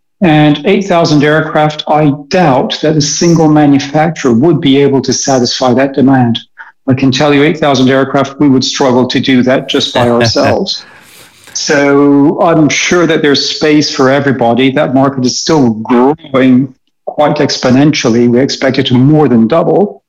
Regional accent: Toulouse, Occitania, France; they operate out of my hometown here in Toulouse, France.

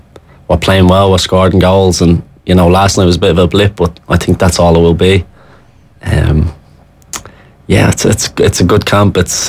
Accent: Dublin, Leinster, Ireland; I'm from Smithfield.

